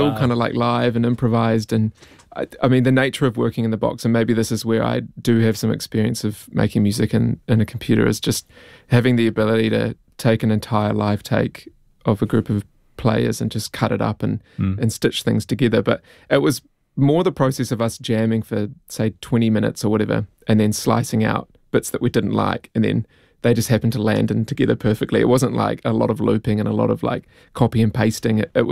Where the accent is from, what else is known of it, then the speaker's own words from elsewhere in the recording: Dunedin, Otago, New Zealand; I'm from Dunedin